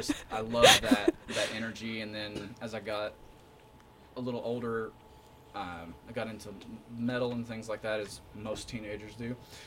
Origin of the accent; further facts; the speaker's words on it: Hazard, Kentucky, United States; born there; I went to Perry Central.